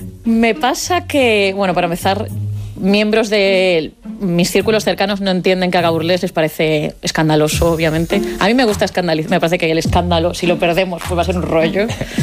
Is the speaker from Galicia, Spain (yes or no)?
yes; Vigo, Galicia, Spain; yo soy de Vigo, cuando vuelvo a Vigo, sí noto